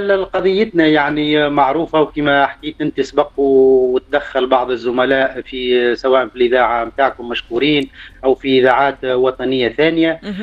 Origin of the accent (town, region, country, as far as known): Tunisia; moved away as an adult; now in Oman